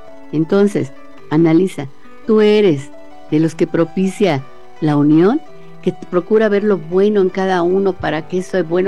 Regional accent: Mexico

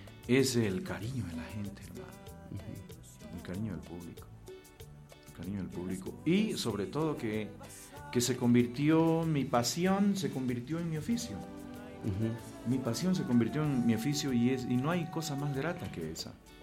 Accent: Riberalta, Beni, Bolivia; now in United States; Mi tierra, mi bella Ribera Alta, que yo siempre la menciono. Estoy siempre allá. Ayer llegué de allá. Estuve allá.

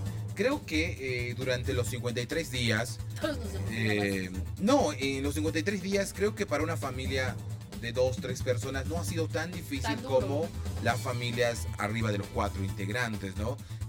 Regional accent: Chuquisaca, Bolivia; yo vengo de Chuquisaca.

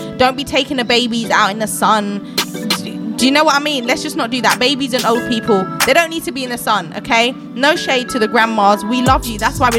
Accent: Jamaica; now in Croydon, United Kingdom; I'm Jamaican.

